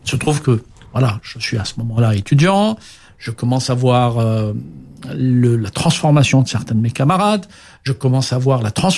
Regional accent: Algiers, Algiers Province, Algeria; Quand j'étais en Algérie, oui, parce que, en fait, je suis né à Alger, tu l'as rappelé, et j'appartiens à une génération né au lendemain de l'indépendance de l'Algérie, donc dans les années 60.

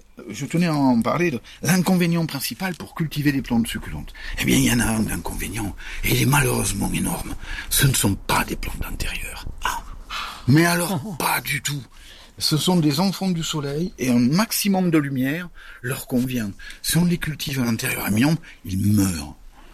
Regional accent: Nouvelle-Aquitaine, France; un très bon producteur dans les Landes, chez nous, dans la Gironde.

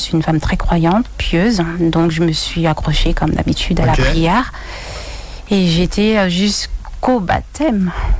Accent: French Guiana; Chez moi, je suis Guyanaise, je suis née ici. C'est vrai que je suis partie 33 ans.

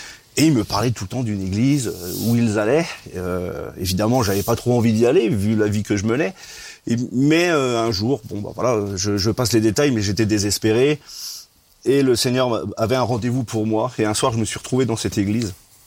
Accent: Portugal; mes parents étaient immigrés, nous sommes portugais, voilà, nul n'est parfait.

